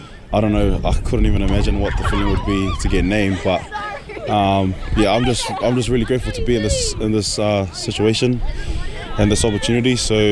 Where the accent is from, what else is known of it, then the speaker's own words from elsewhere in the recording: New Zealand; Like every other kid growing up in New Zealand